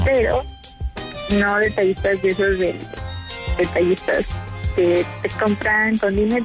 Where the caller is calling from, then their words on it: Coacalco, State of Mexico, Mexico; Vivo en Coacalco.